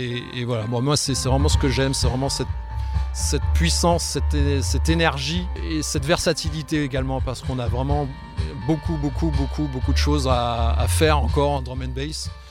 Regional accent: Guadeloupe; moved away as an adult; Mais j'ai grandi en Guadeloupe, donc si tu veux, c'est un autre cadre, c'est d'autres influences.

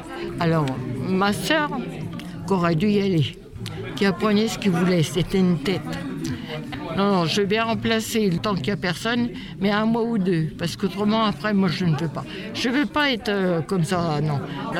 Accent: Lévignan, France; born or raised there

